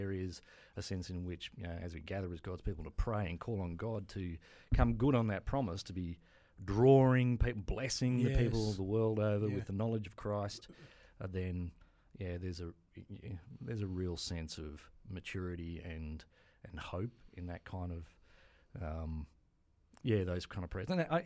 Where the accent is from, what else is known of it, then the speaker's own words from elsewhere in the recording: Wangaratta, Victoria, Australia; born there; Yeah, I was born in Victoria, in Wangaratta. Yeah, it's a great place to visit, better place to leave.